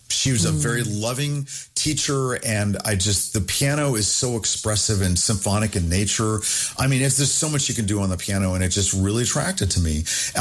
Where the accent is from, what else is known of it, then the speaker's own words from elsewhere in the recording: Oklahoma, United States; this was actually quite normal that I was saturated in the arts as an American Indian in the state of Oklahoma.